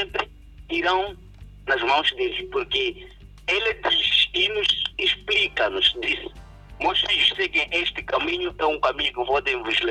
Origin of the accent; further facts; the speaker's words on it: Gilé district, Zambezia, Mozambique; eu sou da Zambésia, do distrito de Gelé